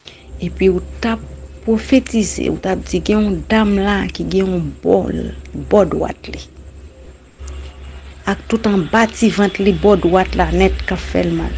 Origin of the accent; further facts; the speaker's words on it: Santo Domingo, Dominican Republic; Moi, je viens de Saint-Domingue, je ne parle pas l'anglais, l'espagnol.